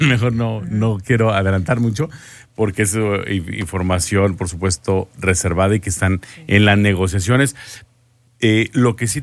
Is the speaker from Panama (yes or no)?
no; Mexico; nosotros como mexicanos